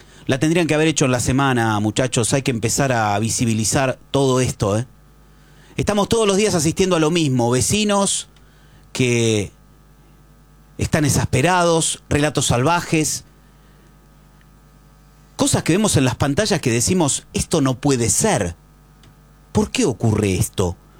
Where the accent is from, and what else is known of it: Argentina